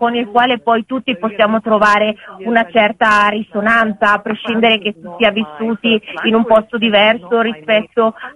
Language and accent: Italian; Iran; moved away as an adult; now in France; come donna e come donna iraniana